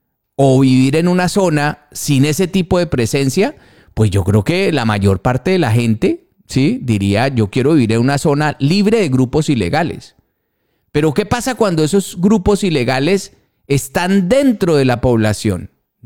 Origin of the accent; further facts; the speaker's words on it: Colombia; Nosotros somos frontera con Perú, con Brasil, con Venezuela.